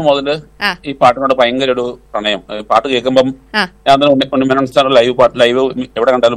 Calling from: Palakkad, Kerala, India; പാലക്കാട് നിന്നാണ്.

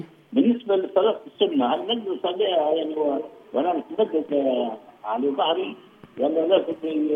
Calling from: Misrata, Misrata District, Libya; من مصراتة

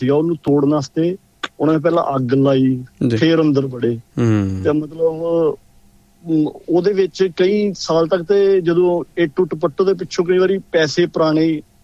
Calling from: Sydney, New South Wales, Australia; Sydney ਤੋਂ।

